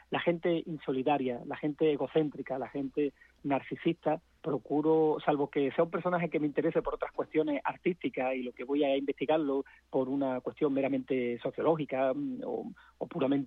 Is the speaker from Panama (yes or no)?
no; Andalusia, Spain; Yo me siento absolutamente, vamos, a gusto con mi acento, y me siento una persona que habla como hablaban mis ancestros, con una trayectoria, una cultura de siglo impregnada en el velo del paladar, ¿no? Y que tenemos que reivindicar, porque es una forma de hablar. Andalucía tiene distintas